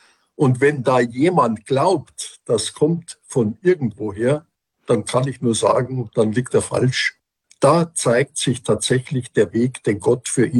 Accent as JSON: {"language": "German", "region": "Bavaria", "country": "Germany", "said": "Ich bin aus Bayern, ich hoffe, das hört man. Und ich lebe hier in dieser Pfarrei seit 40 Jahren."}